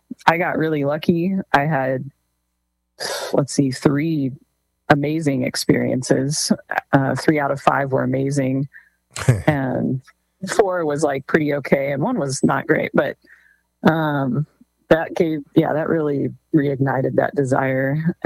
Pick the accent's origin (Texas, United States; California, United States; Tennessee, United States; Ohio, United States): Texas, United States; Odessa; now in Menard, United States; No, I grew up in Odessa in the real oil country.